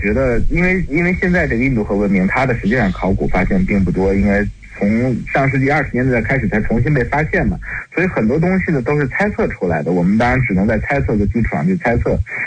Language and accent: Chinese; Xi'an, Shaanxi, China; 我的老家西安半坡，它是仰韶文化的聚落嘛